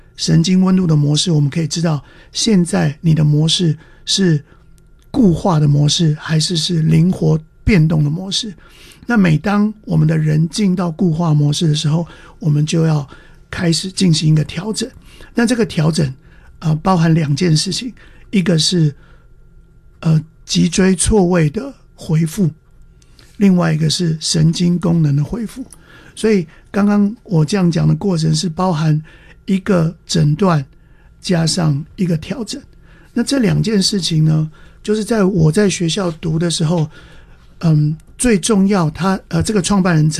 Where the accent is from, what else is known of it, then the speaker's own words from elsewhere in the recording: Taiwan; moved away as an adult; also born or lived in United States; 即使是我是台湾人，我是教会唯一的台湾人，就我们家是教会唯一的台湾家庭。